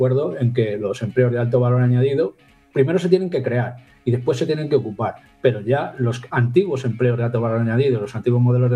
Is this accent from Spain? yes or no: yes; Spain; now in United States; Soy europeo, soy español y aunque tenga mis ojos y al final termine desarrollando mis proyectos en Estados Unidos, me gustaría hacerlos en Europa